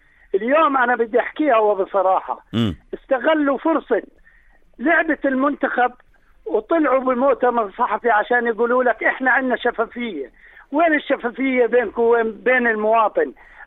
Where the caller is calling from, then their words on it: Jordan; أنا كمواطن أردني